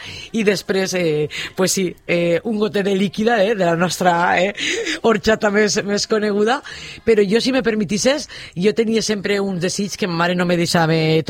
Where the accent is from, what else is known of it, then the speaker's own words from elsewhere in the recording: Vall d'Alba, Valencian Community, Spain; de més menuda quan hi ha la fresca a Valldalba, que damunt al meu carrer hi havia molta tradició